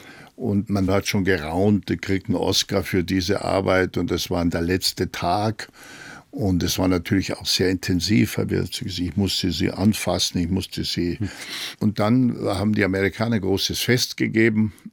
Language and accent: German; Germany; Und wenn ich als Deutscher mit diesem Akzent da komme, dann was soll man da machen?